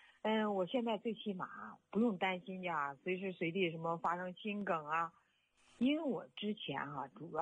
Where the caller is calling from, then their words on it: Shijiazhuang, Hebei, China; 我是石家庄的一名退休老师。